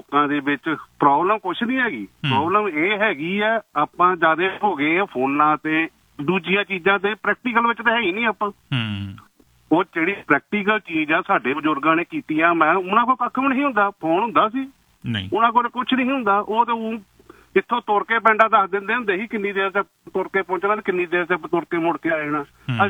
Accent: Punjab, India; ਅਸੀਂ ਸਿੱਖ ਸਿੱਖ ਫੈਮਿਲੀ ਨੂੰ ਸਾਡਾ ਕਲਚਰ ਅਸੀਂ ਪੰਜਾਬ ਤੋਂ ਆ, ਸਾਡੇ 10 ਗੁਰੂ ਮਹਾਰਾਜ ਹੋਏ ਆ।

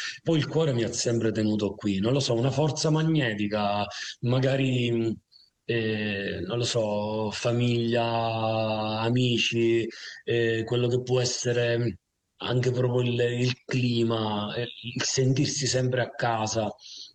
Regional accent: Priolo Gargallo, Sicily, Italy; Allora, io sono in un paesino, nel mio paesino che si chiama Priolo ed è in provincia di Siracusa, quindi sul versante ionico della Sicilia sudorientale.

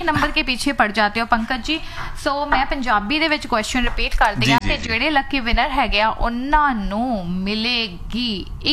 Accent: Amritsar, Punjab, India; ਮੈਂ ਵੀ ਅੰਮ੍ਰਿਤਸਰ ਤੋਂ ਆ

